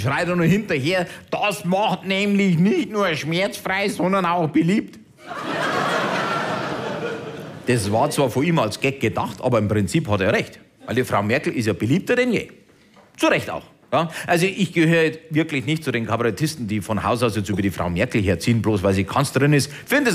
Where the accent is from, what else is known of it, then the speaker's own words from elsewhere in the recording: Deggendorf, Bavaria, Germany; Bin am Vortag im Landratsamt Deckendorf in meinem Heimatlandkreis eingebürgert worden.